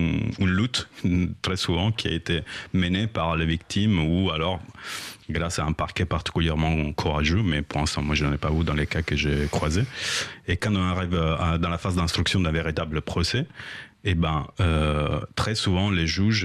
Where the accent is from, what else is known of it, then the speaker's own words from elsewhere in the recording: Italy; now in Paris, France; je suis italien, mais je vis à Paris depuis longtemps